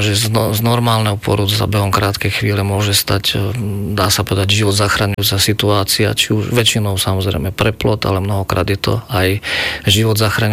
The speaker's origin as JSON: {"language": "Slovak", "town": "Levice", "region": "Nitra Region", "country": "Slovakia", "said": "Ja v podstate som študoval medicínu z Levíc"}